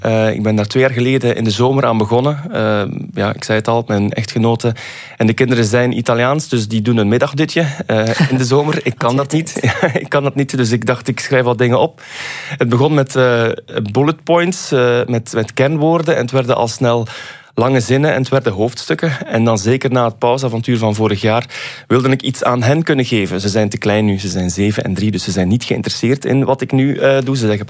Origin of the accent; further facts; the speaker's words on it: Bruges, West Flanders, Belgium; En ja, ik ben zelf uit Brugge afkomstig. Dat is ook een stad waar heel wat schoonheid...